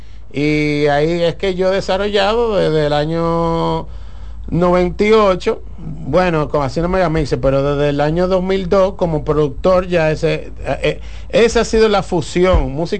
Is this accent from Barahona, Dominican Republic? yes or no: yes; Polo, Barahona, Dominican Republic; mi papá de Barahona y yo crecí en Polo a los 5 años de edad.